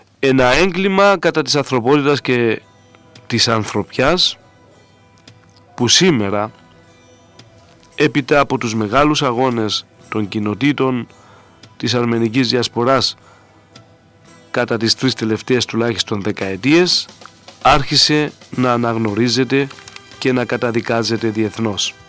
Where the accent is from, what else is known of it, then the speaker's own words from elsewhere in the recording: Greece; ως Έλληνες